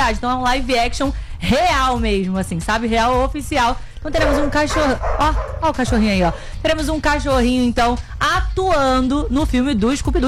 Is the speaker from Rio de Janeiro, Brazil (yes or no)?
yes; Rio de Janeiro, Brazil; moved away; Uma operação aconteceu lá na minha cidade, na cidade carioca